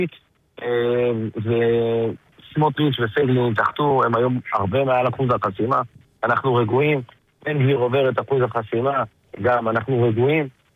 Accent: Ofakim, Southern District, Israel; אני מגיע מאופקים, אופקים עיר ליכודית מובהקת

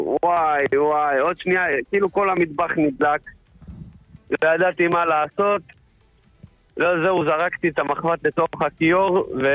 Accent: Beit Shemesh, Jerusalem District, Israel; אני מבית שמש, על דש לאורח

